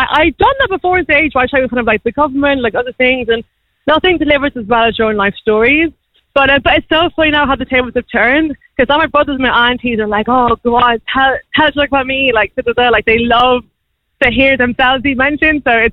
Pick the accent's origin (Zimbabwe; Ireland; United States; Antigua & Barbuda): Ireland; Tullamore, Leinster; also born or lived in Bermuda; So I'm from Tullamore myself, went to grad school, and I'm an actuary by trade. So I think having, like, a Nigerian father and, you know, immigrant parents